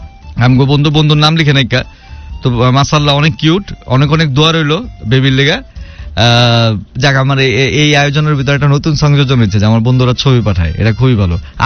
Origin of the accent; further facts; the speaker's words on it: Dhaka, Dhaka Division, Bangladesh; accent: Dhakaiya; But যেহেতু আমি ঢাকাইয়া ওই খেয়ালটা করছি। এবং আমার কথা যদি আপনি চিন্তা করেন, আমারটার ভিতরে আমি অ্যাটলিস্ট জন যেটা আমার ভিতরে আইতেছে এই ঢাকাইয়া ল্যাঙ্গুয়েজের এই অভিধান থেকেই আমি আসলে আমারটা কই।